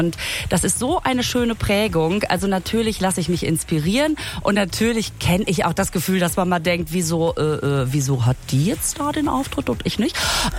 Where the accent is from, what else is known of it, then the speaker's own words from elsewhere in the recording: Münster, North Rhine-Westphalia, Germany; da spiele ich mein Solo in Münster, in meiner Heimatstadt.